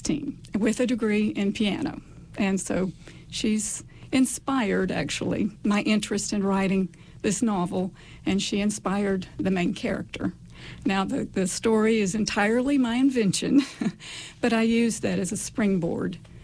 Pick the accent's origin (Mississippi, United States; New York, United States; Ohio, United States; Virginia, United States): Virginia, United States; Castlewood; also born or lived in Dallas, Texas; I was born in Dallas, Texas, but both my parents grew up in Southwest Virginia, in Dickinson County specifically. And so when I was a baby, they moved back and raised me in Russell County, in Castlewood specifically.